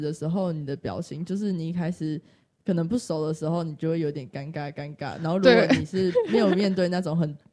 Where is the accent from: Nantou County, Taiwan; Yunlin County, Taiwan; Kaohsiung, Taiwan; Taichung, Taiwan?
Yunlin County, Taiwan; moved away as an adult; now in Taipei, Taiwan; 对，我是云林人。